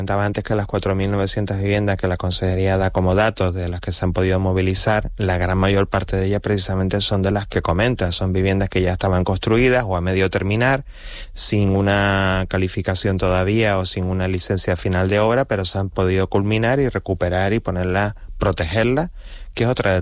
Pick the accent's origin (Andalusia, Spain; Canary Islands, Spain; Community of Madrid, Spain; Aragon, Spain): Canary Islands, Spain